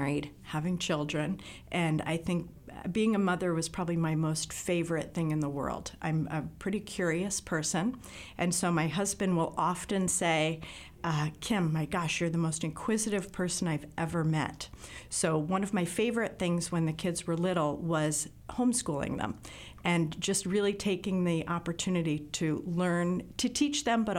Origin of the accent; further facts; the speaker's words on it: Vermont, United States; I grew up in Vermont, and I'm 57 years old, and a mother of four children